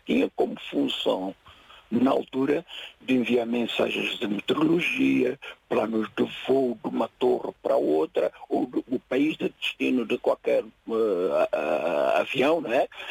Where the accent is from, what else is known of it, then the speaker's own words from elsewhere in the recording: São Tomé, São Tomé & Príncipe; Eu sou originário de São Tomé.